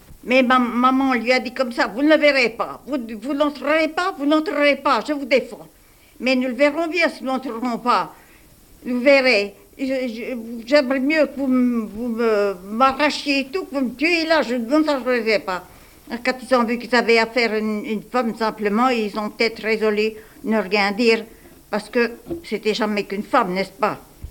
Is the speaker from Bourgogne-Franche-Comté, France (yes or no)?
yes; Bourgogne-Franche-Comté, France; born there; now in Nancy, France; Je suis née en 1861, en Haute-Saône, à Dampierre-sur-les-Notes.